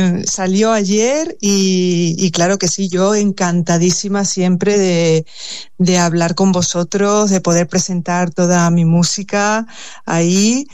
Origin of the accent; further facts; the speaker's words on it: Spain; moved away as an adult; now in Switzerland; estoy contenta aquí en Suiza, pero como tú bien dices, añorando y echando mucho de menos mi país, mi tierra.